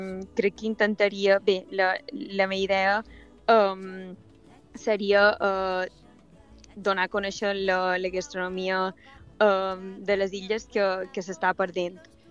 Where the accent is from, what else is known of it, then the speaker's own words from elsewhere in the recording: Pollença, Balearic Islands, Spain; jo som de Pollença